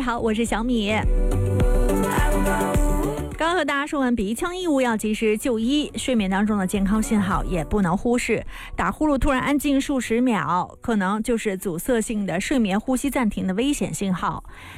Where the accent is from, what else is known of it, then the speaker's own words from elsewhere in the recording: China; 我们中国人